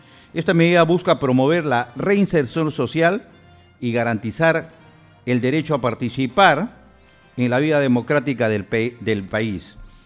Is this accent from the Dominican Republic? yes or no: no; Peru; soy serrano también, ¿no? No me avergüenzo tampoco, me siento orgulloso, peruano al 100%.